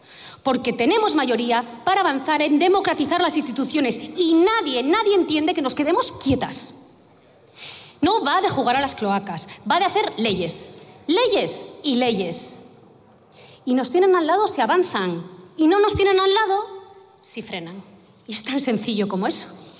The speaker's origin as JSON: {"language": "Spanish", "region": "Galicia", "country": "Spain", "accent": "Galician", "said": "soy gallega, creo que me... el acento, ¿no? Sí, soy gallega, sí."}